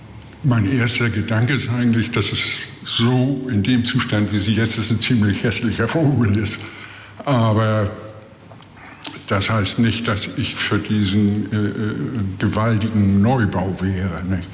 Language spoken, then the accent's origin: German; Hamburg, Germany; Jahrgang 1947. Und ich bin in der Ölgasallee aufgewachsen. Und da wohne ich jetzt wieder.